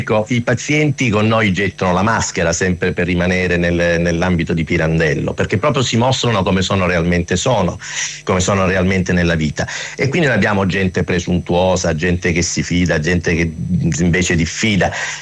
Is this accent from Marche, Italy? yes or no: no; Rome, Lazio, Italy; now in Rome and Catania, Italy; io sono romano, come diceva lei giustamente, vivo tra Roma e Catania dove lavoro